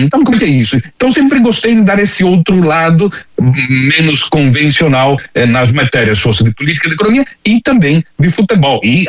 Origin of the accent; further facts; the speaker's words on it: Londrina, Paraná, Brazil; now in Argentina; Eu sou brasileiro, moro aqui na Argentina faz 30 anos, quase 31 anos, eu me criei em Londrina, no Paraná.